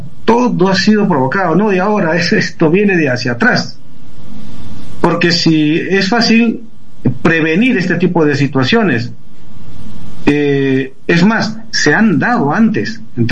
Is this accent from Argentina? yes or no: no; Peru; nosotros como peruanos